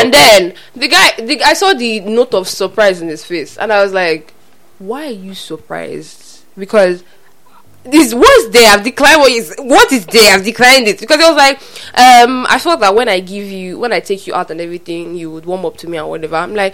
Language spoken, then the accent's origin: English; Lagos, Nigeria; now in Calabar, Nigeria; Now, I was literally I came from Lagos. In case people don't realize, I didn't grow up here.